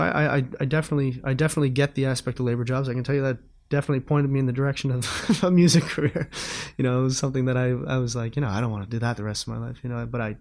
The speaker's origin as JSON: {"language": "English", "town": "Sydney", "region": "Nova Scotia", "country": "Canada", "tie": "born or raised there", "said": "and then subsequently the steel factory in Sydney in my hometown shut down"}